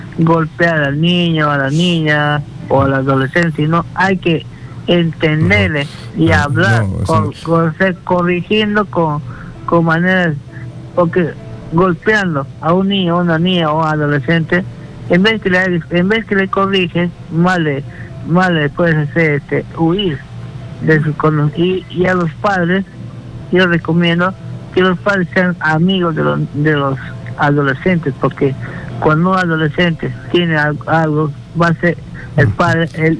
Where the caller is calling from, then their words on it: Iquitos, Loreto, Peru; Te estoy llamando de la ciudad de Iquitos